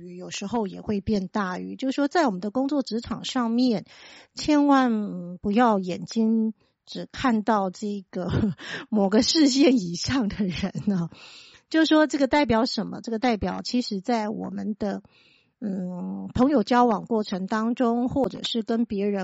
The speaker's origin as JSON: {"language": "Chinese", "region": "Kaohsiung", "country": "Taiwan", "tie": "born or raised there", "said": "那我的国中是在这个爱河的旁边齁，因为我是高雄人齁。"}